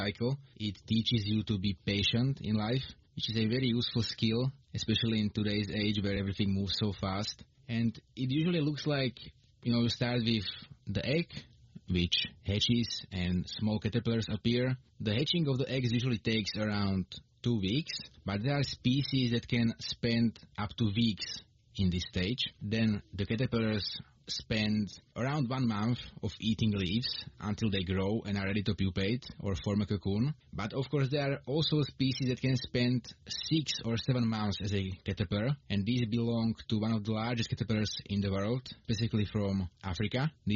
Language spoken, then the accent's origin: English; Bielý Kostol, Slovakia; English is a second language; I'm from Bielý Kostol in Slovakia.